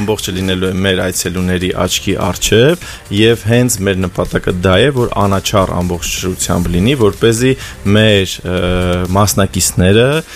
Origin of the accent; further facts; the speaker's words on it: Stepanavan, Lori, Armenia; born there; now in Yerevan, Armenia; ես ծննդով Ստեփանավանից եմ։ Չնայած երկար տարիներ ապրում Երևանում, բայց դա կապ չունի